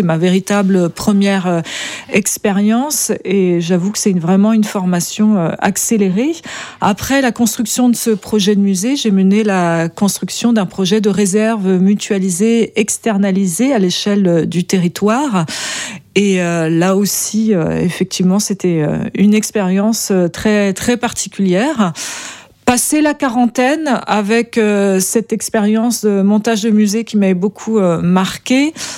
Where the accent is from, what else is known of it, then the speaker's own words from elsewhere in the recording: Douarnenez, Brittany, France; also born or lived in Nanterre; Je suis avant tout une finistérienne, puisque je suis née à Douarnenez, rue Montaussiel, ça ne s'invente pas, ça ne s'invente pas, dans une clinique qui aujourd'hui a disparu. Et effectivement, c'est mon pays, c'est mon territoire